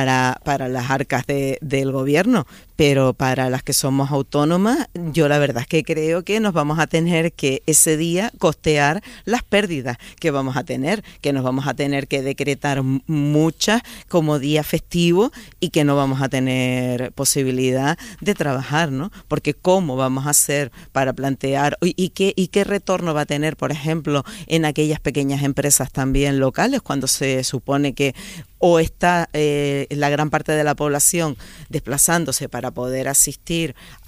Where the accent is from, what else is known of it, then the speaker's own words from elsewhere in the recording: Canary Islands, Spain; ya las que no nos sentimos bien en Canarias somos las Canarias